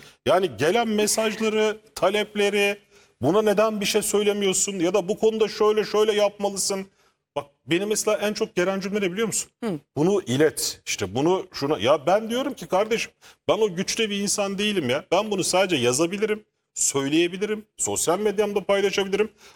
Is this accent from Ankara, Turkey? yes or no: yes; Ankara, Turkey; Ben bir gecekondu çocuğuyum. Ankara'da bir gecekonduda doğdum. Gecekonduda büyüdük.